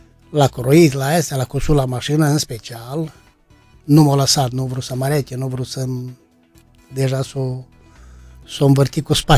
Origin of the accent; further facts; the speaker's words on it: Mureșenii Bârgăului, Bistrița-Năsăud, Romania; Da, de loc sunt născut în Mureșanii Bârgăului.